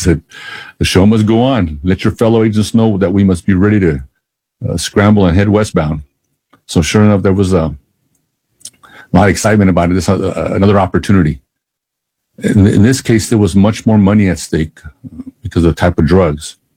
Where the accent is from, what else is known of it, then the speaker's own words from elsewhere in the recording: El Paso, Texas, United States; I guess one of the greatest worries working undercover in my hometown of El Paso was being recognized by someone who knew my true identity.